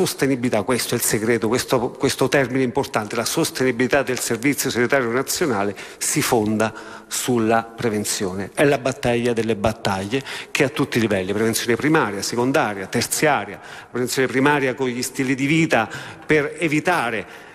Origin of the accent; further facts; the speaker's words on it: Abruzzo, Italy; ve lo dico da abruzzese